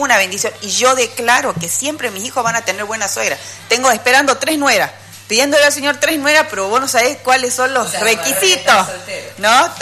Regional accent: Salta, Argentina; accent: salteña; moved away as an adult; also born or lived in Córdoba, Argentina; now in Bolivia; Pero me crié en Salta, sí, por eso tengo tonada salteña. Estudié Ingeniería en Recursos y Naturales y Medio Ambiente en la Universidad Nacional, en Salta

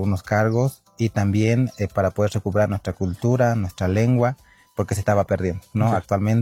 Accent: Villamontes, Tarija, Bolivia; vengo de Villamontes, del departamento de Tarija de Bolivia.

